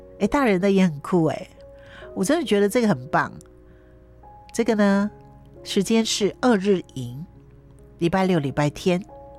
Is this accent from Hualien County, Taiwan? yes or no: yes; Hualien County, Taiwan